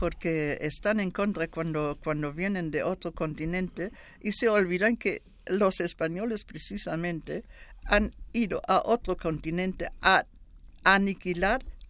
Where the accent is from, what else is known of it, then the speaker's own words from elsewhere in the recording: Germany; Spanish is a second language; moved away; yo soy alemana y vine aquí para estudiar castellano y todavía lo estoy estudiando.